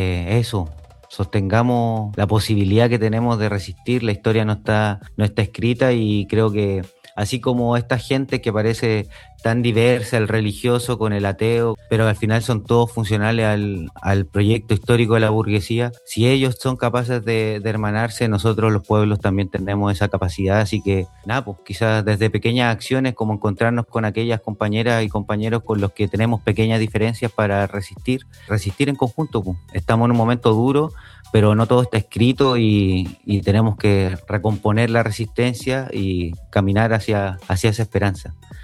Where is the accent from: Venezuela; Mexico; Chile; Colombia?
Chile; now in Barcelona, Spain